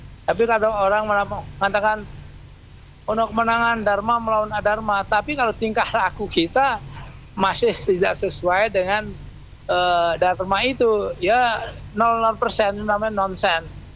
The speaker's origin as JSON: {"language": "Indonesian", "region": "Bali", "country": "Indonesia", "tie": "born there", "moved": "yes", "said": "di kampung saya di Bali."}